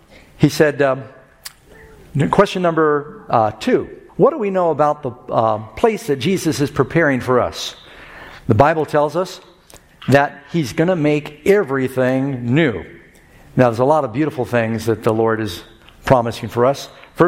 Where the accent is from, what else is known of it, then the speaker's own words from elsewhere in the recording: New York City, New York, United States; also born or lived in Los Angeles / Miami; I was born in Los Angeles, millions of people down there. I don't know how many now. And Mom moved to New York, grew up in New York City, another big city. Dad moved to Miami.